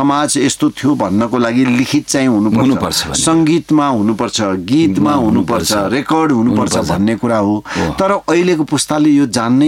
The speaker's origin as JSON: {"language": "Nepali", "town": "Itahari", "region": "Koshi Province", "country": "Nepal", "tie": "born there", "also_born_or_lived": "Hedangna", "said": "म यो परिवेशमा हुर्किएको हुँ यसरी, होइन हेदाङनादेखि म जुन इटहरी आसपासमा बसेँ आएर हुर्किएँ"}